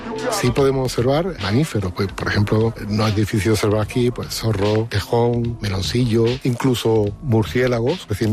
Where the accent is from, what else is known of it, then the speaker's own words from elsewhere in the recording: Málaga, Andalusia, Spain; soy natural de Málaga y mi profesión es biólogo. Y yo estoy en Fuente de Piedra ahora mismo